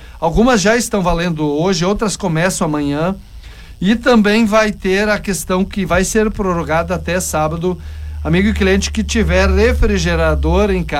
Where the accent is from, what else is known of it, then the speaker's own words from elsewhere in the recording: Palmitos, Santa Catarina, Brazil; born there; now in Salvador do Sul, Brazil; Eu que sou Bariga Verde, sou Catarina, nascido em Palmito, Santa Catarina, mas sou gaúcho de coração, 37 anos já em Salvador do Sul.